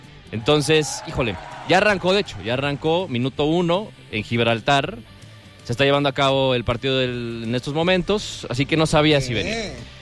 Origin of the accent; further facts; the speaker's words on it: Mexico; nosotros como buenos mexicanos